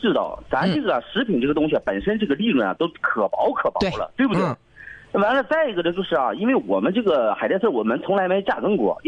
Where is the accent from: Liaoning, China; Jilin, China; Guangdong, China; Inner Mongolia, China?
Liaoning, China; Dachangshan Island; 是土生土长的岛里人，大长山岛人